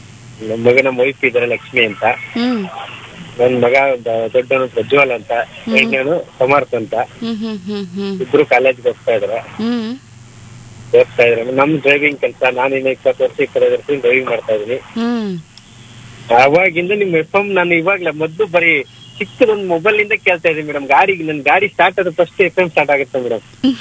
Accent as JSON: {"language": "Kannada", "town": "Gundlupet", "region": "Karnataka", "country": "India", "tie": "born or raised there", "moved": "yes", "lives_now": "Bangalore, India", "said": "ನಮ್ಮ ಊರು ಬಂದ್ಬಿಟ್ಟು ಮೇಡಮ್ ಗುಂಡ್ಲುಪೇಟೆ ಅಂತ ಒಂದು ಹಳ್ಳಿ."}